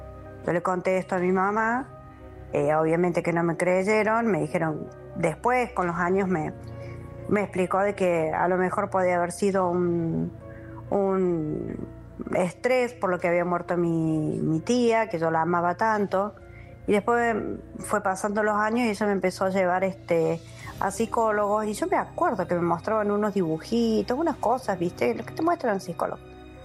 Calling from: Córdoba, Argentina; Te hablo de Córdoba.

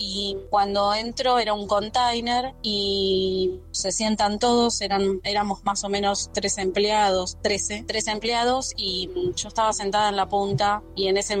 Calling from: Martínez, Buenos Aires Province, Argentina; soy de Martínez.

